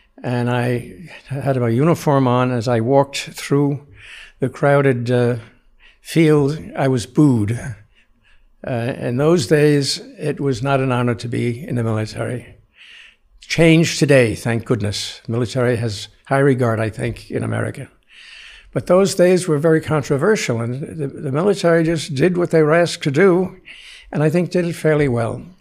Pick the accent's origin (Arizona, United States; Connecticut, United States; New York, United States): New York, United States; New York City; I grew up in the Bronx, and everything revolved around the parish.